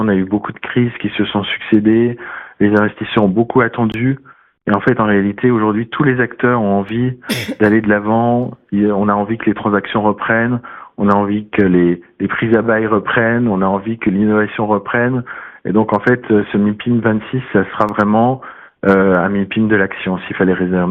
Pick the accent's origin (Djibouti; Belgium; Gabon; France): France; en tant que Français, même si je suis dirigeant du MIPIM